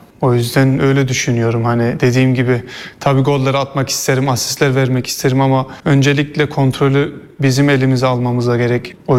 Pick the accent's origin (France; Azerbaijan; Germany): Germany; Hani doğma büyüme Almanya ama gene kanımız Türkiye. O yüzden benim için güzel bir his.